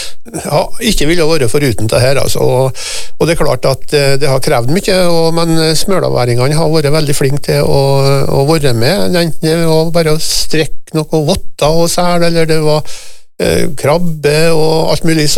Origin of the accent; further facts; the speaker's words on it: Møre og Romsdal, Norway; vi er nordmøre, vi er nordmøring alle sammen.